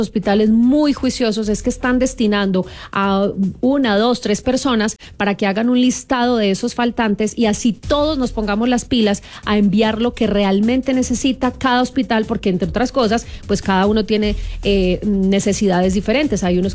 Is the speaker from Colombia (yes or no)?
yes; Colombia; nos estamos organizando como colombianos